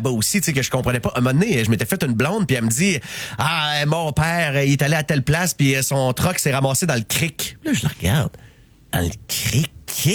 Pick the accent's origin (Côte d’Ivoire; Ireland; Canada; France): Canada; Quebec; born there; Hey, moi, là, je suis né en Beauce